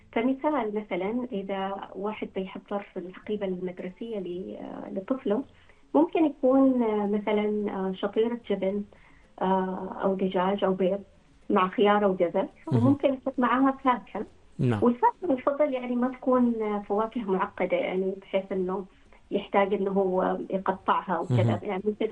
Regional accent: Oman; احنا العمانيين

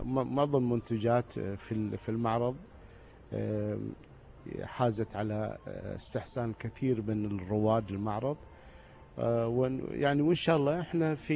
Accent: Oman; عندي في سلطنة عمان،

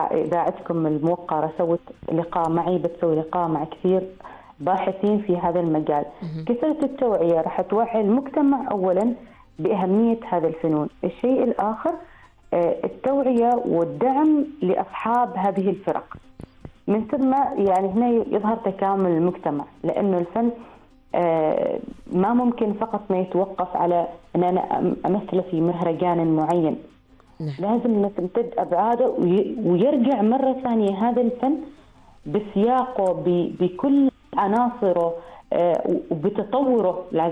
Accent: Oman; أنا كوني كعماني

